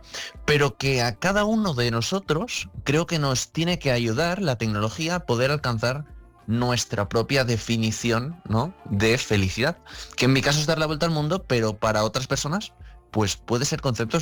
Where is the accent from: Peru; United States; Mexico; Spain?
Spain; Catalonia; Yo soy de Barcelona, de un pueblito del lado de Barcelona.